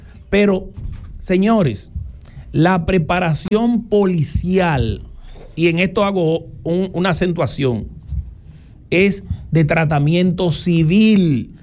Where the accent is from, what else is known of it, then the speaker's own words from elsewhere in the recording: Dominican Republic; Somos dominicanos.